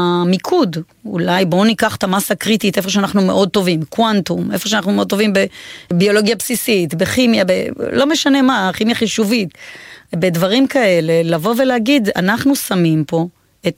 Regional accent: Venezuela; also born or lived in United States; now in Israel; חייתי המון שנים בחול, גם גדלתי בחול בוונצואלה.

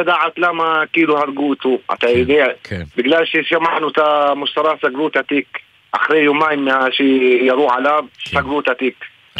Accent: Jerusalem, Jerusalem District, Israel; כן, אבל לא מג'אבל מוקבר, אנחנו מירושלים, עיר העתיקה.

